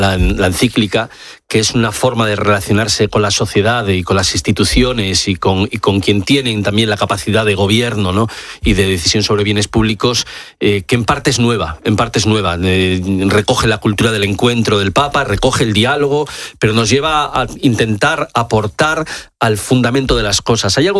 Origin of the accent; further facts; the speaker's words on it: Spain; Nuestra identidad como españoles, sobre todo, viene de esas migraciones que han atravesado nuestro país.